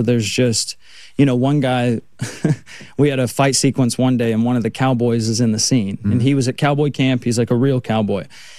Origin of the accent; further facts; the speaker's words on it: Arkansas, United States; also born or lived in New York; I'm from Arkansas, and we don't have any professional sports teams in any category.